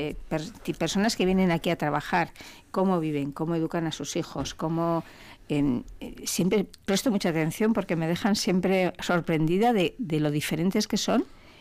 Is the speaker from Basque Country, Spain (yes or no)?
yes; Basque Country, Spain; como sería yo aquí una vasca normal y corriente